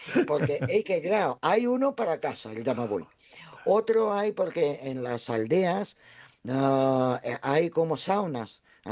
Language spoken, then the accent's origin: Spanish; Cantabria, Spain; como yo soy cántabra, la mitad cántabra y la mitad eslava